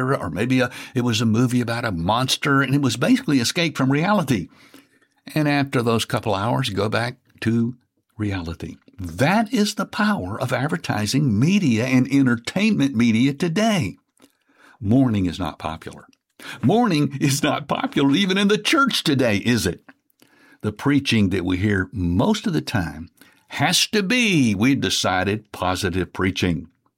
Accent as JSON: {"language": "English", "town": "Memphis", "region": "Tennessee", "country": "United States", "tie": "born or raised there", "said": "Growing up in Memphis"}